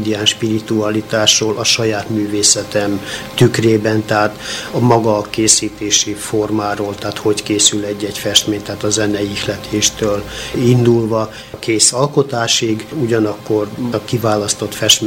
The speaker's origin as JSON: {"language": "Hungarian", "region": "Vojvodina", "country": "Serbia", "tie": "born there", "said": "vajdasági születésű vagyok, tehát egy úgymond határon kívüli, tehát délvidékről, ahol meg tudtam tapasztalni azt, hogy idegenként, illetve megtűrként élünk a saját földünkön."}